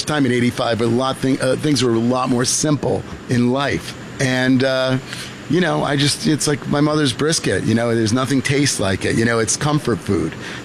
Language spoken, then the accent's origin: English; Spring Valley, New York, United States; I actually grew up in suburbia. I grew up in Spring Valley, New York.